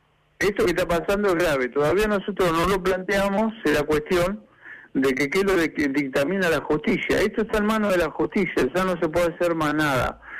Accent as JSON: {"language": "Spanish", "town": "Comodoro Rivadavia", "region": "Chubut", "country": "Argentina", "said": "No somos parte de otro país, somos parte de la República Argentina, de la provincia de Chubut, de Comodoro Rivadavia."}